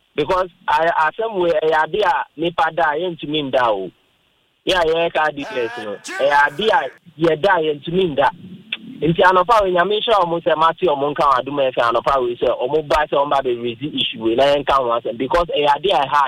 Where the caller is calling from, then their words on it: Tema, Greater Accra, Ghana; from Afenia, Tema.